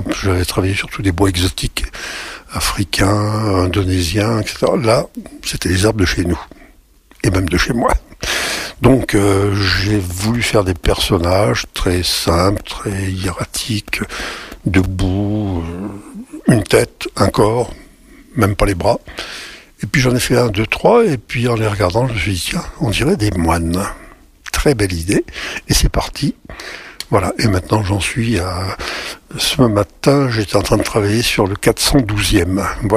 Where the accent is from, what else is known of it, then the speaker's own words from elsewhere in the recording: Montluçon, Auvergne-Rhône-Alpes, France; je suis né à Montluçon, peut-être même probablement mort, je ne me rappelle plus très bien. Bon, et j'ai toujours vécu dans le coin. Bien que j'ai cherché souvent à m'en échapper, alors j'ai quand même un pied-à-terre à Paris où je passe pas mal de temps